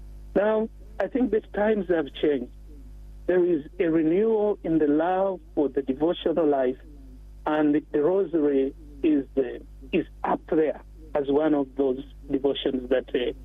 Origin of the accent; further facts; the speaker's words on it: Uganda; I come from Africa. I come from Uganda. I've always been, the church is booming there.